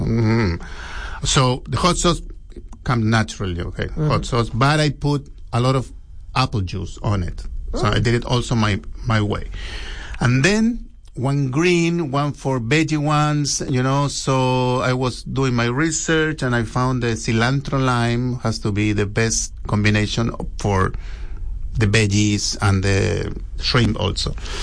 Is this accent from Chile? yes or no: yes; Chile; English is a second language; moved away as an adult; now in New Orleans, United States; I come from Chile. We came here 10 years ago.